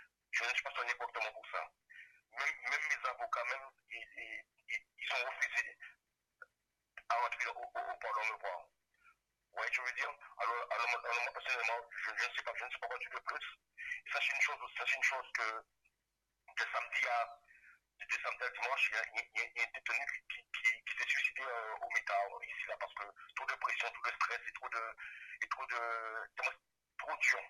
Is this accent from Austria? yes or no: no; Guadeloupe; now in France; moi je suis un Guadeloupéen et j'ai le mental.